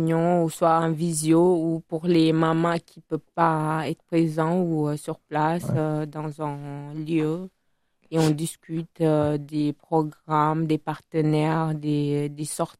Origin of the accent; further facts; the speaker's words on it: Italy; French is a second language; moved away as an adult; now in Bordeaux, France; Moi, ça fait depuis 2017 sur Bordeaux. De base, je viens d'Italie.